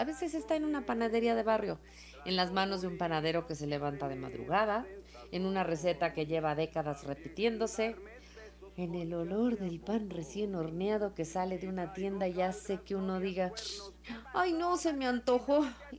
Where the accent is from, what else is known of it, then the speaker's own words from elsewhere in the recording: Mexico; como buena mexicana, amo el pan dulce.